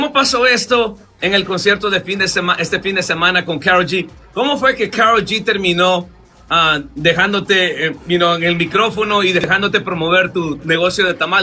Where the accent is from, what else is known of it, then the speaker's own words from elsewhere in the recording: El Salvador; Yo siendo salvadoreño